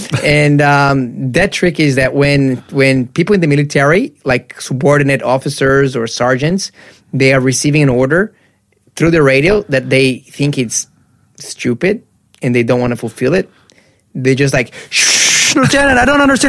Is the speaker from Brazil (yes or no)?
yes; Brazil; moved away; growing up in a very Christian country, and same thing for me in Brazil. Brazil is a very Catholic country.